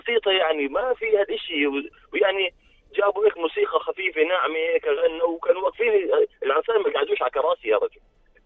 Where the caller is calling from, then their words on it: Jordan; عندنا في الأردن